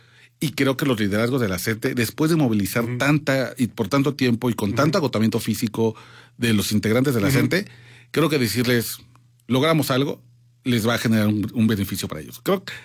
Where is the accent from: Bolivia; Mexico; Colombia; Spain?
Mexico; Mexico City